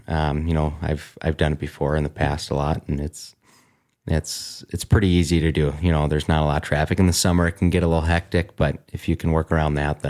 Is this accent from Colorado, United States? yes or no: no; Duluth, Minnesota, United States; I am born and raised in Duluth, Minnesota. That's kind of where our home base is, Duluth, Minnesota.